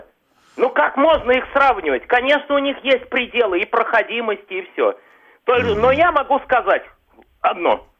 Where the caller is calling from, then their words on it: Moscow, Russia; Я из Москвы.